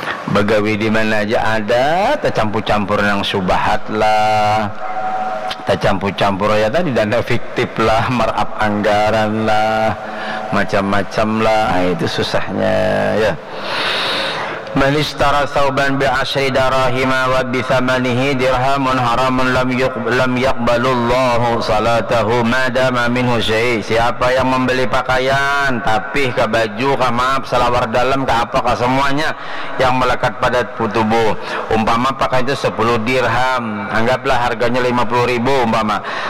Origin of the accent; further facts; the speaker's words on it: Lubakung, Indonesia; Saya masa kecil di Lubakung. Lubakung tuh banyak buah.